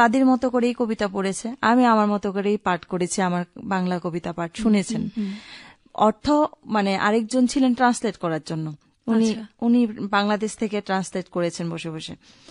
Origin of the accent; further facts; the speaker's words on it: Udaipur, Tripura, India; আমার বাড়ি উদয়পুর খিলপাড়াতে